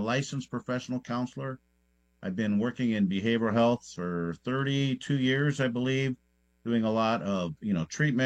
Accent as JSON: {"language": "English", "town": "Bethel", "region": "Alaska", "country": "United States", "said": "I'm living in Bethel. I'm from Bethel. … from California. I've lived in Alaska since 1982. I've lived out here in Bethel since 1988, so long-term resident."}